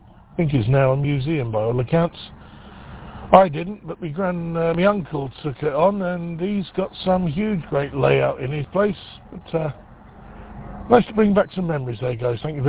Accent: Margate, South East England, United Kingdom; I grew up in Margate in Kent, where the just down the road from the Hornby place.

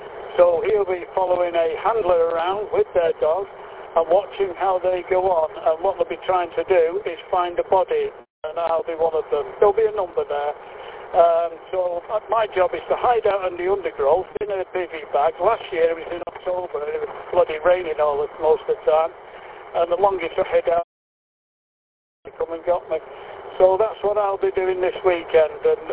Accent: Manchester, North West England, United Kingdom; moved away as an adult; now in Wales, United Kingdom; I'm from Manchester originally. We all lived in Wales since 2011.

